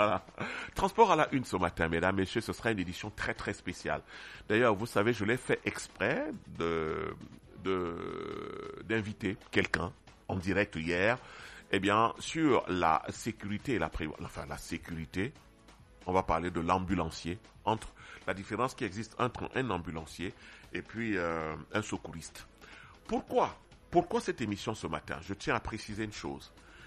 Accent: Cameroon; On est Camerounais.

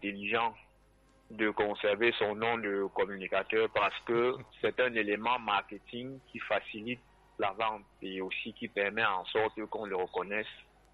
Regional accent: Cameroon; notre véritable moi en tant que Camerounais

